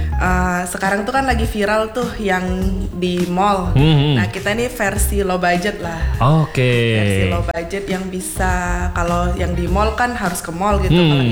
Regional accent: Medan, North Sumatra, Indonesia; moved away as an adult; now in Batam, Indonesia; asal saya dari Medan.

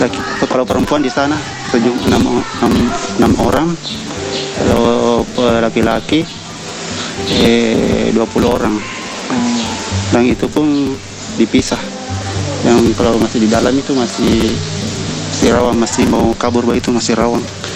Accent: Makassar, South Sulawesi, Indonesia; now in Gorontalo, Indonesia; asal dari Makassar.

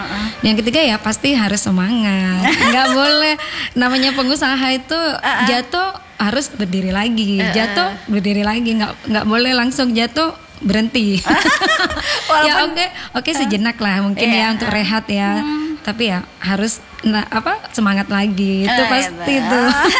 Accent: Java, Indonesia; now in Makassar, Indonesia; Karena saya kan aslinya dari Jawa.

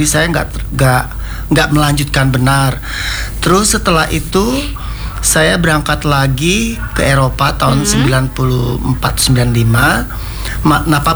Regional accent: Manado, North Sulawesi, Indonesia; Saya Manado aslinya.

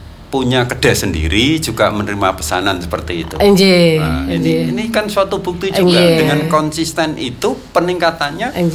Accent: Java, Indonesia; karena kita orang Jawa, kita lebih kuat pada sisi religinya.

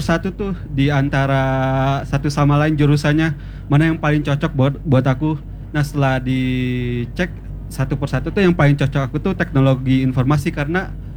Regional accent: Jambi, Indonesia; moved away as an adult; now in Bandung, Indonesia; Kalau saya tuh asalnya dari Jambi. Terus kalau ke Bandung sebenarnya nggak pertama kali sih, soalnya saya ada keturunan dari apa, ayah asli Bandung.

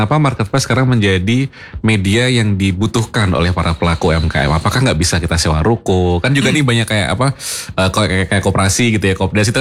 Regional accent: Banyumanik, Central Java, Indonesia; Saya orang Banyumanik akan nyarinya di Tembalang sih, Mas.

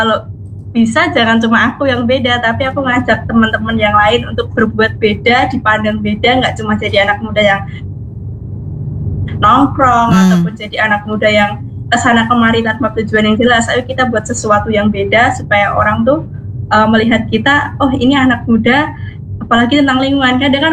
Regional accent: Sragen, Central Java, Indonesia

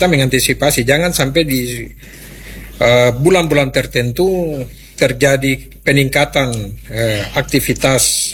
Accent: Biak, Papua, Indonesia; kita orang Biak

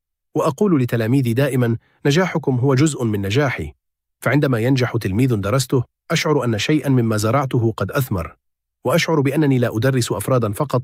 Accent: Hadd Sahari, Djelfa Province, Algeria; born there; moved away as an adult; now in Ghardaia, Algeria; أعمل في ولاية غردايا، وهي منطقة تقع في شمال الصحراء الجزائرية، وتبعد عن مسقط رأسي في دائرة حد الصحاري بولاية الجلفة حوالي 400 كيلومتر.

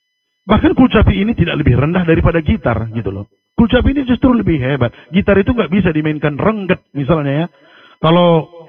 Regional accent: West Java, Indonesia; Tapi di daerah saya, daerah Sunda juga ada kecapi.

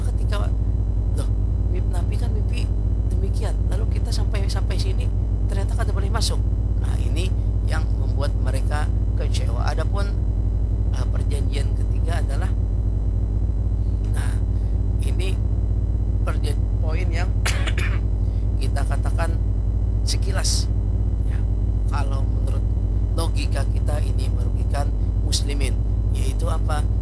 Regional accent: Banjar, South Kalimantan, Indonesia; apa perasaan kita sebagai pribumi, ya, pribumi Banjar yang mana belum sampai Banjar

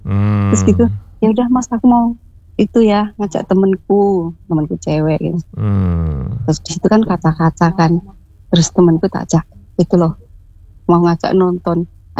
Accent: Tuban, East Java, Indonesia; also born or lived in Surabaya; Ya, aku kan asli Tuban, aku kerja di Surabaya.

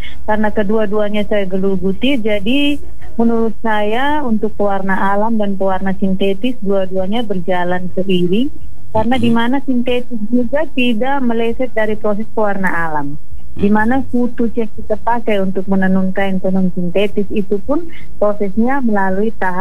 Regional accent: Belu, East Nusa Tenggara, Indonesia; Kalau kami orang Belu, khususnya orang Kemak itu bilang ties.

